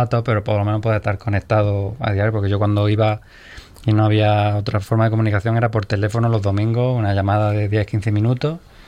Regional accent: Úbeda, Andalusia, Spain; cuando llego a mi pueblo, yo soy de Úbeda

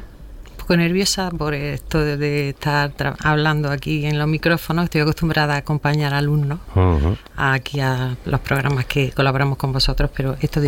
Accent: Guadix, Andalusia, Spain; yo soy de Granada, soy de la zona de Guadí, sí. Estudié en Guadí, uh-huh. Hice el BUP allí

